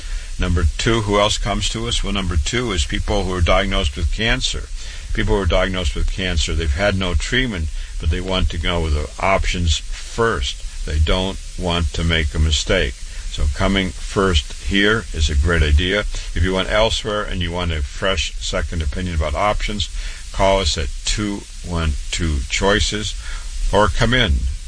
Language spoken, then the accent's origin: English; Waterloo, Iowa, United States; born and raised in Waterloo, Iowa, went to public school, MD at 25